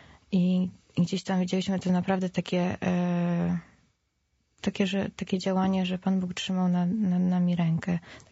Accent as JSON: {"language": "Polish", "town": "Radom", "region": "Masovian Voivodeship", "country": "Poland", "said": "Nie, pochodzę z Radomia, także w mieście."}